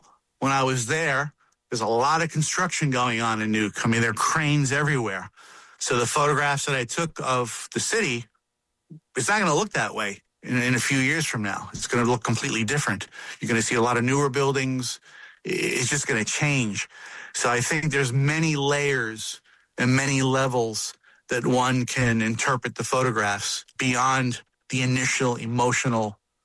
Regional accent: New York City, New York, United States; I grew up in New York.

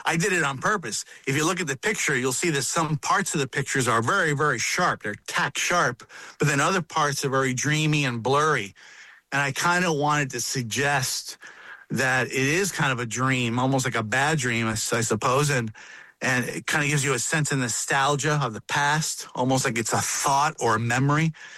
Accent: Brooklyn, New York, United States; born there; my family, my mother in particular, is from Puerto Rico. And although I was born in Brooklyn

